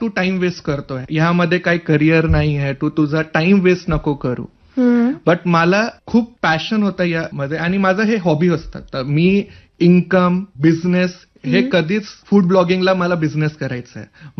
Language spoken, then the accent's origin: Marathi; Chhatrapati Sambhajinagar, Maharashtra, India; first language Hindi; Marathi is a second language; also born or lived in Sagar, Madhya Pradesh; माझा birth place सागर मध्य प्रदेशला आहे, पर माझी जन्मभूमी मध्य प्रदेश आहे, पर माझी कर्मभूमी महाराष्ट्र आहे. तर अगदी from my Kinder garden I am staying in Sambhajinagar only.